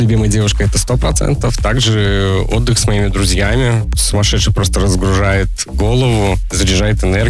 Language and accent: Russian; Novopolotsk, Vitebsk Region, Belarus; now in Polotsk, Belarus; Вообще, родом я из города Новополоцка. Сейчас проживаю в городе Полоцк, то есть по соседству. Мне 33 года